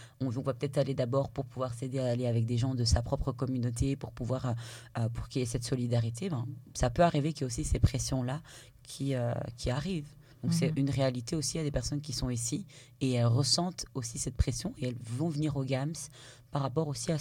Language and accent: French; Belgium; je suis née, j'ai grandi en Belgique. J'ai été en Guinée quand j'étais petite avec ma mère. J'avais 5 ans